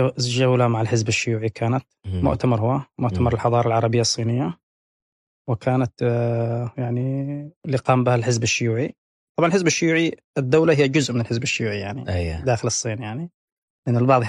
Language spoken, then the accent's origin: Arabic; Yemen; لما قلت له من اليمن